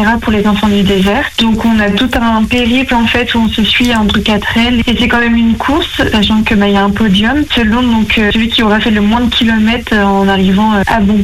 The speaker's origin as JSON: {"language": "French", "town": "La Basoge", "country": "France", "lives_now": "Rennes, France", "said": "je suis originaire de la Basoge, mais maintenant je travaille en tant que chargée de marketing à Rennes"}